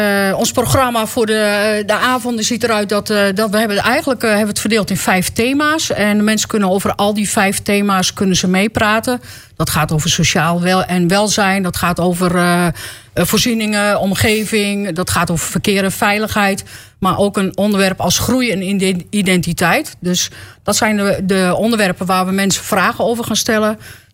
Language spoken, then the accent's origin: Dutch; Luttelgeest, Flevoland, Netherlands; moved away as an adult; now in Marknesse, Netherlands; ik kom uit Luttelgeest. Maar toen ik 21 was getrouwd en ben ik in Marknessen terechtgekomen.